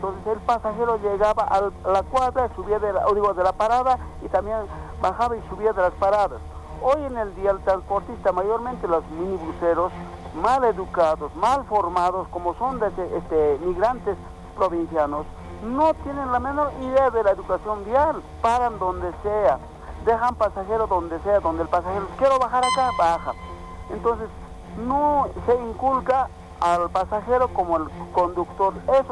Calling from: La Paz, Bolivia; acá de zona San Pedro.

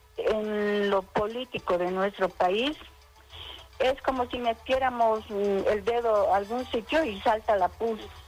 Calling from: San Pedro, Bolivia; Buenas tardes … de San Pedro.

